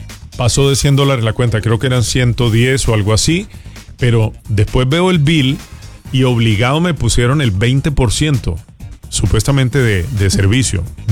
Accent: Colombia; moved away; yo soy colombiano

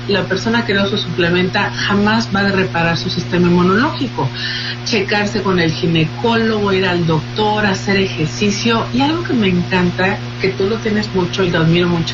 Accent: Mexico; now in United States; pues porque soy mexicana

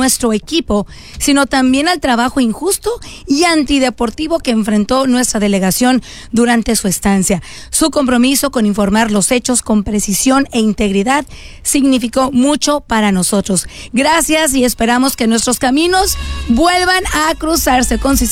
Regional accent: Mexico

